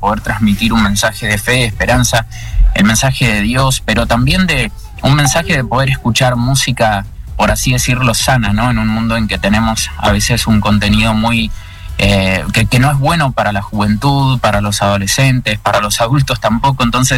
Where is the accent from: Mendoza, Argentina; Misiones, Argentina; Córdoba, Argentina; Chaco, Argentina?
Chaco, Argentina; Presidencia Roque Sáenz Peña; moved away as an adult; now in Villa Ángela, Argentina; Yo soy chaqueño, nací en Sáenz Peña, viví casi toda mi vida en Sáenz Peña. Ahora hace algunos años que vivo en Villa Ángela, Chaco.